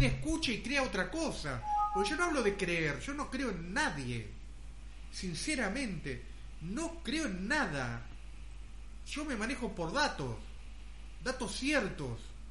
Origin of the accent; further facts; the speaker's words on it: Buenos Aires, Argentina; born there; moved away; Buenos Aires, aunque usted no lo crea, pero es mi mundo, ¿sí? Ahí nací, en Buenos Aires.